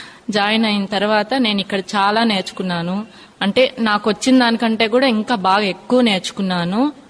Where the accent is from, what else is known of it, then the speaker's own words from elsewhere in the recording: Tirupati, Andhra Pradesh, India; నాది Tirupati auto Nagar Ambedkar colony.